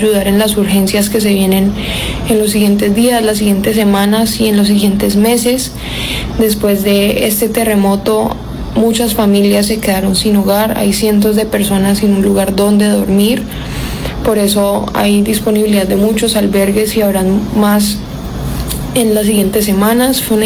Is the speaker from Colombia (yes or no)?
yes; Cali, Valle del Cauca, Colombia; tengo 21 años, soy colombiana, específicamente de Cali, soy caleña.